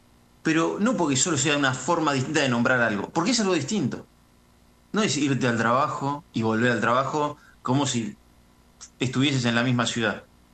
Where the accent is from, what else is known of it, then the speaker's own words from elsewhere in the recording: Buenos Aires, Argentina; yo, bueno, vengo de Buenos Aires y cuando llegué acá al Valle, escuché esto de subir y bajar.